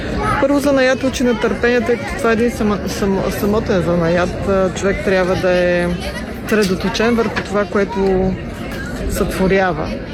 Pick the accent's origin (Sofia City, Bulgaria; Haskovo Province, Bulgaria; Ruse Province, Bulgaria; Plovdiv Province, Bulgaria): Sofia City, Bulgaria; Sofia; родом съм от София